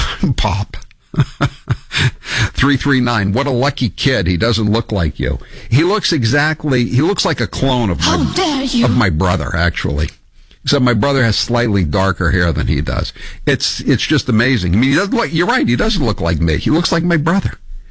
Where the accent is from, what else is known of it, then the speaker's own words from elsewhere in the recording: Maine, United States; born there; now in Massachusetts, United States; I was born in Maine. Everybody else was born in Massachusetts.